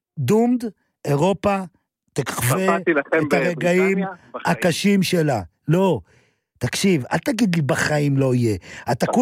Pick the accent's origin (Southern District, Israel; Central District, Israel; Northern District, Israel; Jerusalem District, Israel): Central District, Israel; Modiin; לא רק עם דתיים, אפילו שאני בא מהבית הזה, אני בא ממודיעין. זאת עיר שיש בה רוב חילוני